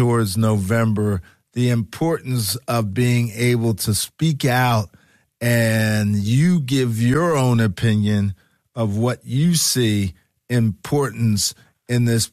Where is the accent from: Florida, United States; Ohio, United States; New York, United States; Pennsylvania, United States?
Pennsylvania, United States; Philadelphia; Because we're from Philadelphia and we love the Lord, but we also love our sports here in Philly